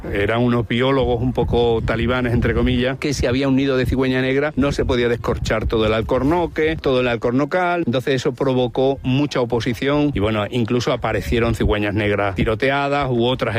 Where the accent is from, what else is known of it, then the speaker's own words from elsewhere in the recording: Guareña, Extremadura, Spain; moved away as an adult; now in Aracena, Spain; Yo soy nacido y criado en Guareña, Badajoz, Extremadura.